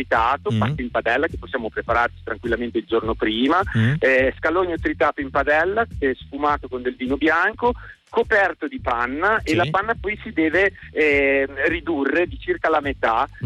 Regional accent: Modena, Emilia-Romagna, Italy; essendo che io sono di Modena

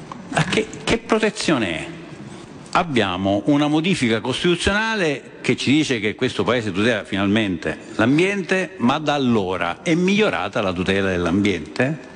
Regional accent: Sciacca, Sicily, Italy; sono di Sciacca, che è un famoso posto di pescatori

